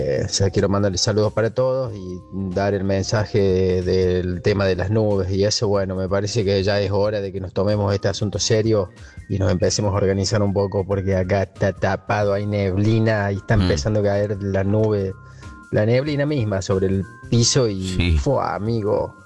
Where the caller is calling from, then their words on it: Río Segundo, Córdoba, Argentina; soy de Río Segundo. Siempre escucho la Rock and Pop. Manejo un taxi acá en esta ciudad